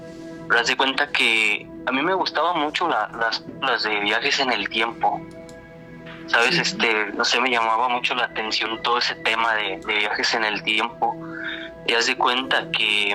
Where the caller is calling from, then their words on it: San Francisco del Rincón, Guanajuato, Mexico; soy de San Francisco del Rincón, Guanajuato.